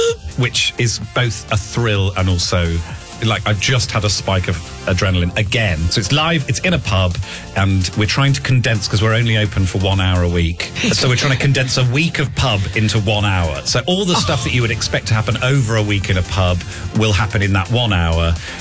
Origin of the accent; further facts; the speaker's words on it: Birmingham, West Midlands, United Kingdom; I'm from Birmingham